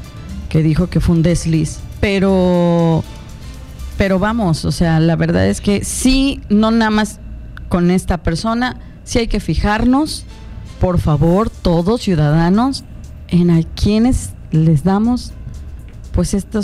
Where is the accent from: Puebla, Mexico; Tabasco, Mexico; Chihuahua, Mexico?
Tabasco, Mexico; Jalpa de Méndez; soy de Jalpa de Méndez